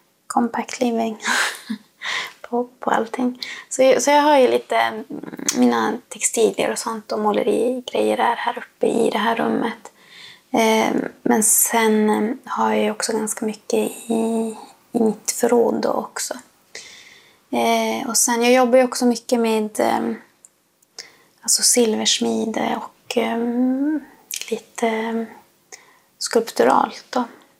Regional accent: Lannavaara, Norrbotten County, Sweden; now in Vittangi, Sweden; Jag bor i Vittangi. Men jag kommer ju från Lannavaara. Uppväxt i Saribomma sameby.

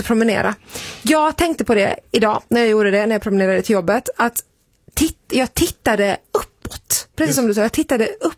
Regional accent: Malmö, Skåne, Sweden; Och jag tror att jag kan göra det i min hemstad Malmö. Och återigen, inte en väldigt liten stad heller.

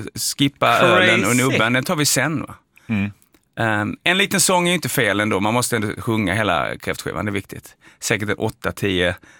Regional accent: Skåne, Sweden; born there; Men jag är nästan uppvuxen på Österlen kan man säga, stor del av mitt liv.

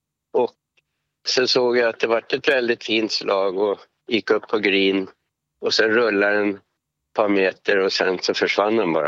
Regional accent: Sveg, Jämtland County, Sweden; jag har gjort någon här hemma i Sveg bara på träning när jag har gått själv

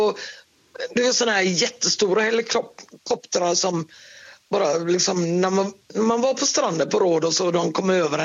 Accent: Sweden; när vi kom hem till Sverige

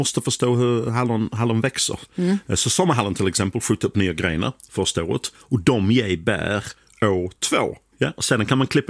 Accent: England, United Kingdom; Swedish is a second language; now in Sweden; han var ändå en hjälte för mig när jag var liten i England och kollade på skidåkning på lördag eftermiddag.

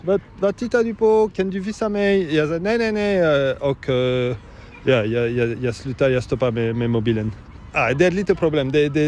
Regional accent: Sweden; Jag läser nyheter om mitt hemland, om Sverige, om... Ja.

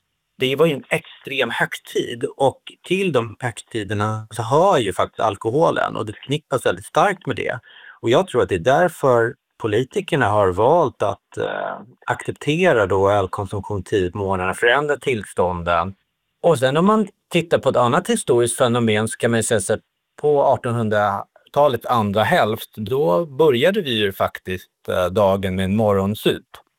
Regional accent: Sweden; Och det är någonting som vi svenskar uppfattar som normbrytande.

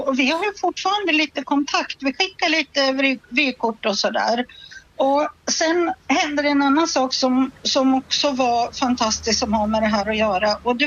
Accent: Österfärnebo, Gävleborg County, Sweden; now in Falun, Sweden; bor i Falun i vanliga fall. Men sen så är jag alltid och firar midsommar i Österfärnebo i södra Gästrikland. Som är min hembygd. Och där jag född och uppvuxen.

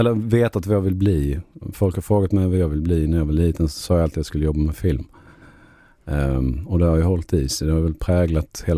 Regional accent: Skinnemyra, Sweden; när jag såg en rotvälta hemma i Skinnemyra.

